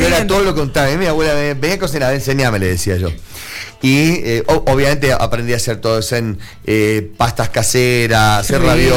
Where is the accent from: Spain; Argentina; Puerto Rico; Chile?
Argentina; en mi país es muy normal venir de algún tipo de rasgo europeo.